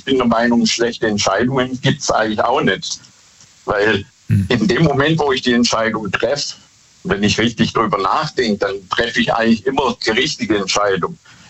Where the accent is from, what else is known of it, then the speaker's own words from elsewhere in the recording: Bad Boll, Baden-Württemberg, Germany; ich komme aus Bad Boll.